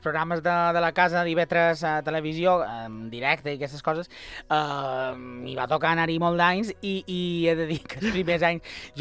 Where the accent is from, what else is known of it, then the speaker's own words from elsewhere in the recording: Consell, Balearic Islands, Spain; jo aquí som de Consell